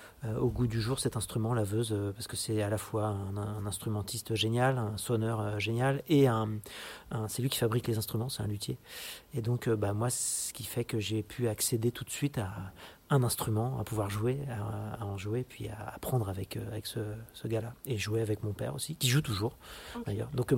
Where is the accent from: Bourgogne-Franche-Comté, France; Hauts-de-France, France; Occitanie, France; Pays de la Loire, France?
Pays de la Loire, France; Challans; Moi, je viens de la région de Challans, dans le nord-ouest de la Vendée